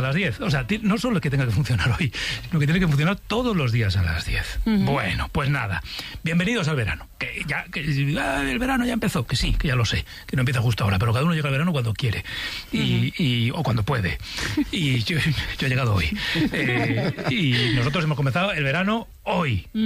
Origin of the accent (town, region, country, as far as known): Navarre, Spain